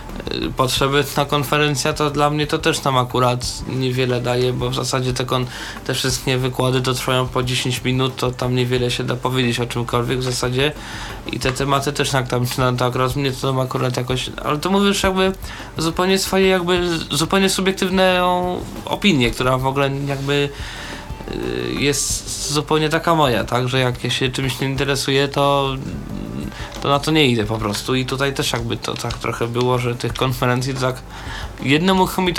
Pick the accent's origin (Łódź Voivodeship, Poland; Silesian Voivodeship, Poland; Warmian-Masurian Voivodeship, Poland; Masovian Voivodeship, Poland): Masovian Voivodeship, Poland; Warsaw; ja generalnie jestem z Warszawy